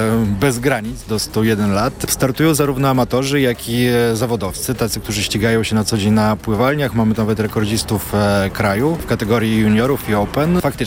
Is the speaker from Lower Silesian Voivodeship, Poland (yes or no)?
no; Warsaw, Masovian Voivodeship, Poland